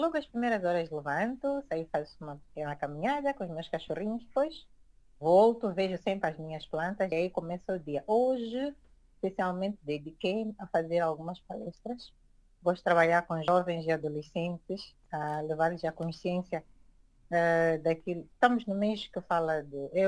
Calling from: Matola, Maputo, Mozambique; eu estou em Maputo Província, né, município da Matola, especificamente no bairro 1º de Maio, Congolô.

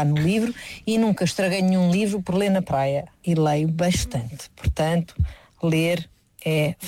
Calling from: Lisbon, Portugal; de Lisboa, até sou da RTP

